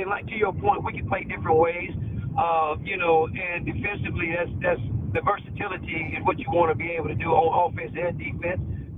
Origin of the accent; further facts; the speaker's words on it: Waco, Texas, United States; moved away as an adult; now in Morgantown, United States; Where we grow up, I'm from Waco, Texas, where Baylor University is at.